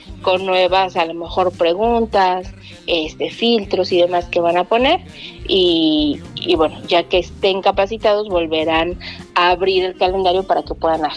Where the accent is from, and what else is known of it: Mexico